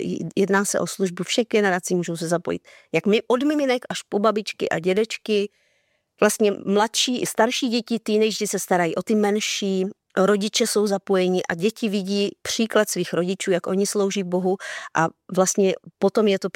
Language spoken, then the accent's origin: Czech; Brno, South Moravian Region, Czechia; Tak my jsme oba s manželem … jsme rození Brňáci. Vyrůstali jsme v Brně, prožili jsme tam mládí, dětství